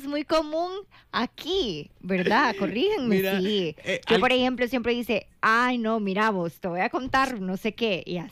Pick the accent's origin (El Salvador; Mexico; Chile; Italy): El Salvador; También nosotros como salvadoreños